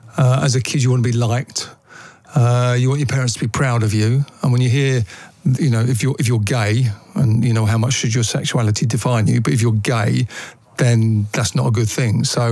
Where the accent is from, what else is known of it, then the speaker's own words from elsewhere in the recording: Southend-on-Sea, East of England, United Kingdom; also born or lived in Billericay; I was born in 1970. I grew up in Southend-on-Sea in Essex. I was born in Billericay, famous for